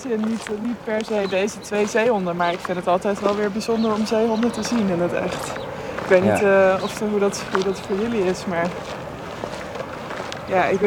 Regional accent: Zevenaar, Gelderland, Netherlands; born there; also born or lived in Chile; now in Utrecht, Netherlands; ik ben geboren aan de Rijn in Arnhem, Zevenaar. En ik woon nu ook weer aan de Rijn in Utrecht.

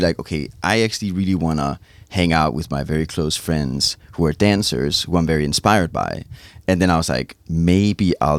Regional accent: Denmark; I used to do music in Danish before. So I had like just like my Danish name because I'm from Denmark.

